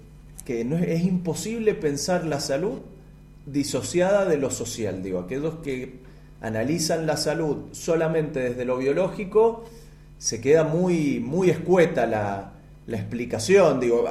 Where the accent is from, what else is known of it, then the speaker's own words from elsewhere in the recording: Argentina; cada uno y cada una de nosotros, digo, como argentinos